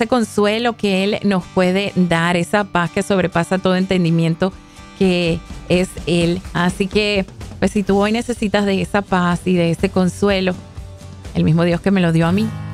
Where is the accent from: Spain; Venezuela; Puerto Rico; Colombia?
Venezuela; yo les puedo decir como venezolana también